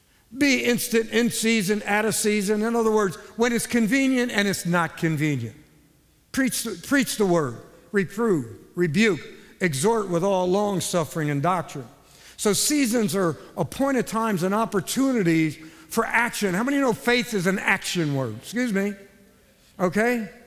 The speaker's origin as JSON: {"language": "English", "town": "Gettysburg", "region": "Pennsylvania", "country": "United States", "moved": "yes", "lives_now": "Louisiana, United States", "said": "I'm a Yankee. I'm a Civil War actor from Gettysburg, PA. I'm a Yankee, okay? I'm from Pennsylvania."}